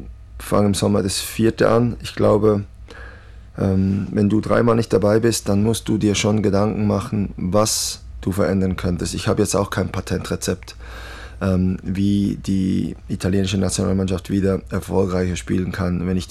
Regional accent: Switzerland; Natürlich aber auch schlägt mein Herz für die Schweiz, wo ich groß geworden bin.

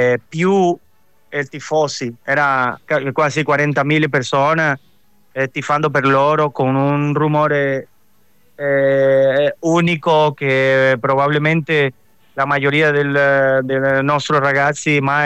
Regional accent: Venezuela; Italian is a second language; Io sono nato in Venezuela e sono innamorato sempre della cultura italiana. Mio padre viene da Bari, è nato in Bari, sempre ho cresciuto con questa con la mia famiglia italiana in Venezuela.

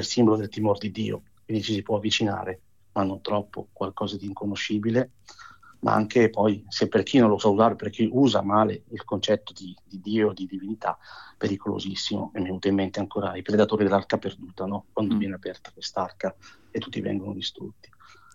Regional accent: Bergamo, Lombardy, Italy; io sono di Bergamo e la Bassa Bergamasca è ricchissima di queste realtà.

